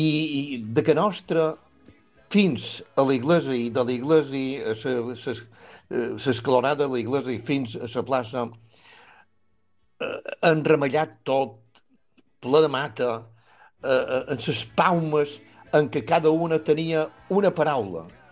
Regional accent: Vilafranca de Bonany, Balearic Islands, Spain; anar de casa nostra, en què havia passat la infància i la joventut

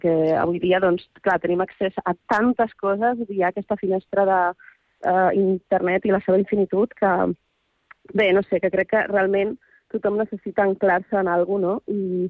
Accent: Ibiza, Balearic Islands, Spain; jo soc eivissenca, però de família que ve de fora.

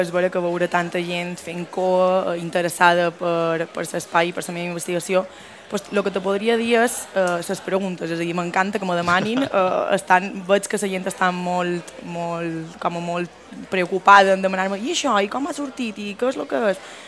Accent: Palma, Balearic Islands, Spain; jo soc de Palma

